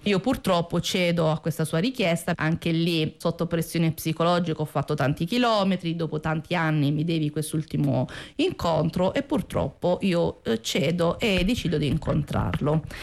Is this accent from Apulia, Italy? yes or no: yes; Apulia, Italy; moved away as an adult; now in Rome, Italy; ho 48 anni, provengo da un piccolo paesino in provincia di Foggia e vivo però a Roma ormai da più di 20 anni.